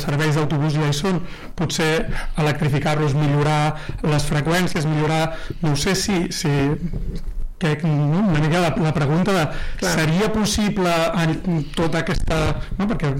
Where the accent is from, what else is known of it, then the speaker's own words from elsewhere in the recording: Barcelona, Catalonia, Spain; jo de petit vivia a Barrides de l'Andreu